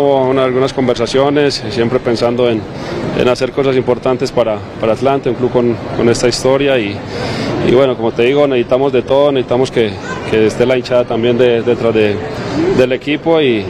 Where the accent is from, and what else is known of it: Colombia; moved away as an adult; now in Mexico